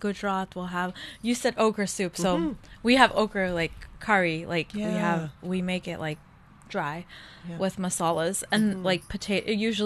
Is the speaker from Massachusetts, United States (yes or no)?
yes; Lowell, Massachusetts, United States; I actually grew up in a really diverse community in Lowell. So there were a lot of Indian people. There were a lot of like all different cultures.